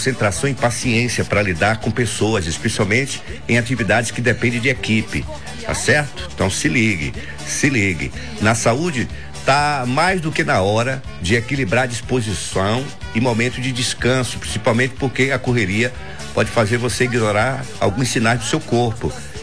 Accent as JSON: {"language": "Portuguese", "country": "Brazil", "said": "eu sou brasileiro"}